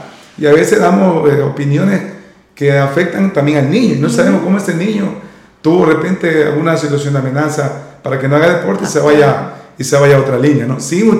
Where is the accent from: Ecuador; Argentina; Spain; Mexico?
Ecuador; Esmeraldas; born there; moved away; Yo vengo de Esmeralda, imagínense. Claro. Y mal que diga de mi tierra Esmeralda, porque yo nací allá